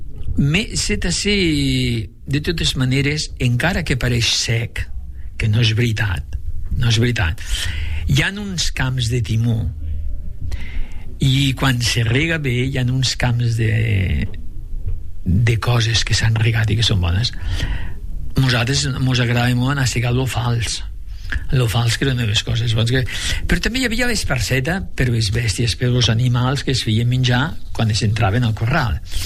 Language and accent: Catalan; Tamarit de Llitera, Aragon, Spain; com que m'he criat a Tamarit de Llitera, que és al costat mateix